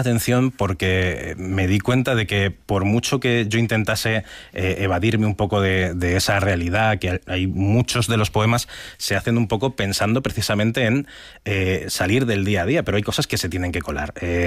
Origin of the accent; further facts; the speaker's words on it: Talavera de la Reina, Castilla-La Mancha, Spain; decido quedarme un poco en Talavera, que es de donde soy, y marcarme un poco el cómo va a ser mi vida a partir de ahora. Y yo me doy cuenta de que una parte ineludible de mi vida es lo que yo fui de pequeño